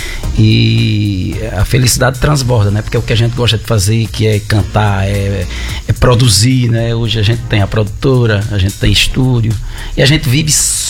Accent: Apodi, Rio Grande do Norte, Brazil; now in Mossoró, Brazil; Eu sou de Apodi, né?

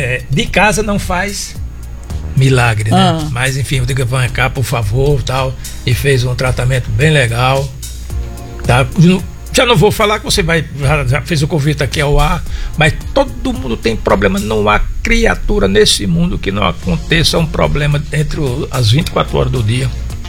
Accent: Mossoró, Rio Grande do Norte, Brazil; also born or lived in São Paulo; Nasci em Mossoró. É, desde novinho, é.

